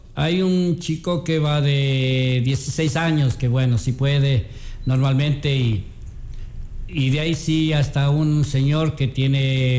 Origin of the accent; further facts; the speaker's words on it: Ecuador; Como montañeros libres, como ecuatorianos, sí podemos.